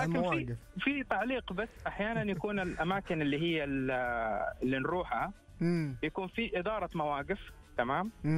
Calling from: Jeddah, Makkah Province, Saudi Arabia

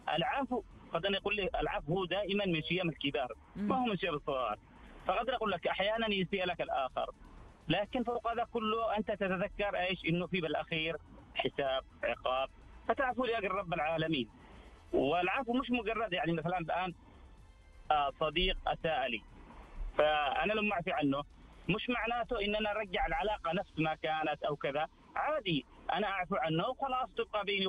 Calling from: Dammam, Eastern Province, Saudi Arabia; من الدمام.

